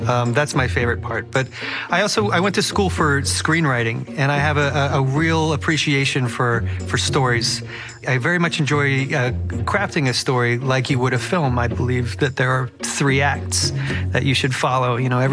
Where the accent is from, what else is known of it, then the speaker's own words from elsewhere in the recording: Reston, Virginia, United States; moved away as an adult; also born or lived in New York City; now in Beacon, United States; I'm originally from Reston, Virginia, but I moved to New York City when I was 18, and I just stuck around for 25 years and eventually moved to the town of Beacon in New York